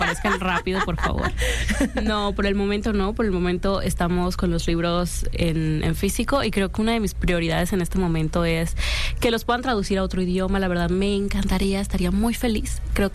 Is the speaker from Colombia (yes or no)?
yes; Colombia